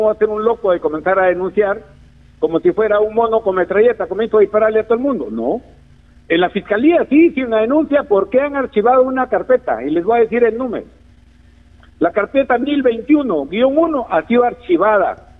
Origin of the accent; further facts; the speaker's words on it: Olmos, Lambayeque, Peru; Y acá tienen a un paisano de Olmos